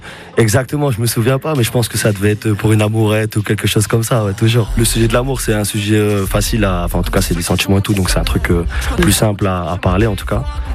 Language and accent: French; Bourgogne-Franche-Comté, France; moved away as an adult; also born or lived in Belfort / Montbéliard; now in Paris, France; Del, parce que c'est là-bas que j'ai fait mon collège, c'est là où j'ai grandi, dans les petits villages.